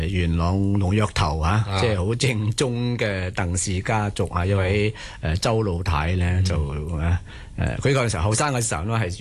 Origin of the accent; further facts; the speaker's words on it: Guangdong, China; 咁如果係我哋廣府人嚟講咧，就似乎係聽鹹水歌咧，就會係接近啲喎。